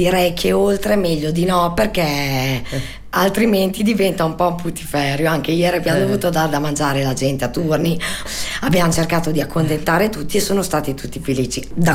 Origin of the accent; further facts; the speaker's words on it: Bologna, Emilia-Romagna, Italy; io essendo bolognese doc